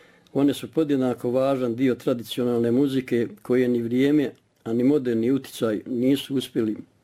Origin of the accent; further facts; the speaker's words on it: Trešnjevica, Republika Srpska, Bosnia & Herzegovina; born there; jer ja sam rođen u Hercegovini, u istočnom dijelu, na području nekadašnje opštine Ulog, a današnji Kalinovi, 55. godine u selu Trešnjevica